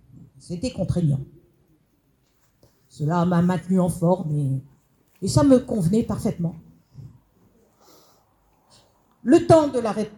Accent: Malbosc, France; born there; Je suis née à Malbosque. Petit hameau de notre bassin minier.

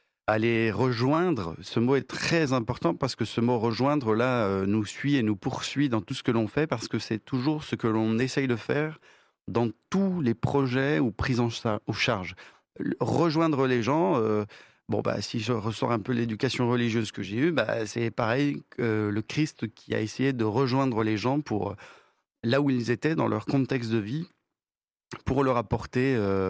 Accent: Madagascar; moved away as an adult; now in France; Moi, j'étais rentré de Madagascar pour faire mes études supérieures et puis comme beaucoup, on construit notre vie ici, quoi.

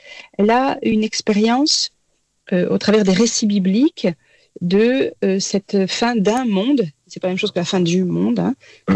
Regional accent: France; Alors chez nous en France, c'est pas toujours très bien compris cette fonction-là

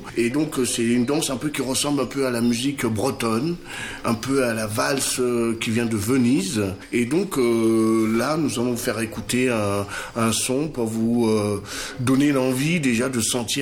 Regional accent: Marie-Galante, Guadeloupe; Donc moi, je viens de Marie-Galante

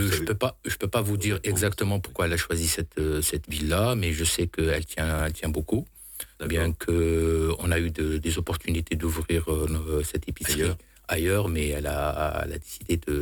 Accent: Algeria; moved away as an adult; now in France; Non, moi, je suis algérien.

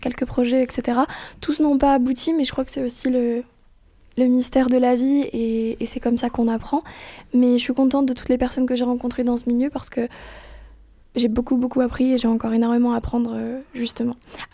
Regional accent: Nîmes, Occitanie, France; born there; Je suis née à Nîmes

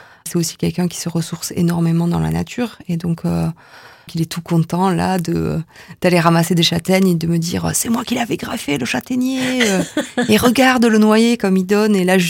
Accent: France; Mon ancêtre est rentré, donc je suis française. S'il n'était pas rentré, je serais maintenant américaine.

